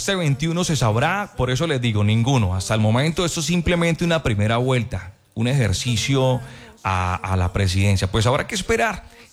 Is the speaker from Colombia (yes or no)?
yes; Colombia; porque soy colombiano, tengo mi candidato y puedo decir voy por este o por este. Eso es normal, porque soy colombiano.